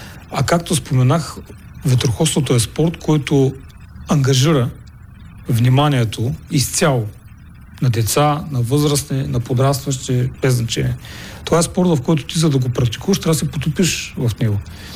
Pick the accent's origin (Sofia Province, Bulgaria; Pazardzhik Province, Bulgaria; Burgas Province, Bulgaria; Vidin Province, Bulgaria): Burgas Province, Bulgaria; Burgas; Ние имаме не само в Бургас, нали, аз съм бургазлия